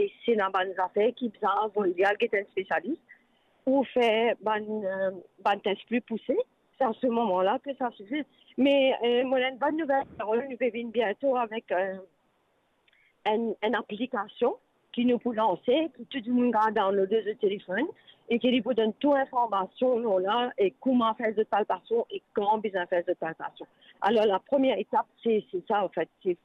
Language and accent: French; Mauritius; j'étais en difficulté quand je suis de Maurice.